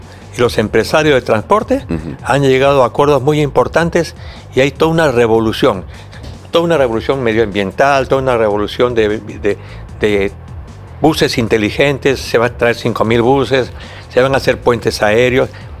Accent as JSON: {"language": "Spanish", "region": "Lima", "country": "Peru", "tie": "born there", "said": "Yo soy nacido en el RIMAC, en la calle Virú 143, Aramba. Altos, a una cuadra de..."}